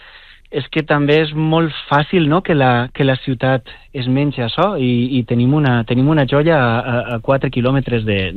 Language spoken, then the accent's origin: Catalan; Picanya, Valencian Community, Spain; Jo m'he criat a Picanya i a Picanya he après a viure la cultura i els horts del nostre poble, que és un espai bellíssim.